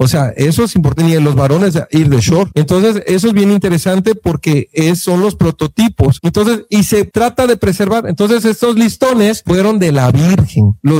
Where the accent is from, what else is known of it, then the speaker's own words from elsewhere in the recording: Tuxtla Gutiérrez, Chiapas, Mexico; somos privilegiados los de Tuxtla